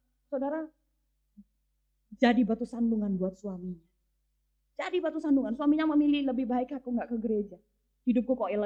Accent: Soe, East Nusa Tenggara, Indonesia; also born or lived in Kupang; Padahal daerah saya tuh daerah dingin. Saya orang Kupang, saya orang Soe gitu ya. Soe dingin saudara.

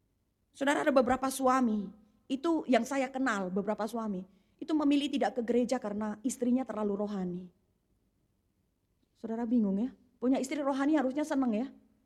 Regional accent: Soe, East Nusa Tenggara, Indonesia; Saya orang Kupang, saya orang Soe gitu ya, Soe dingin saudara.

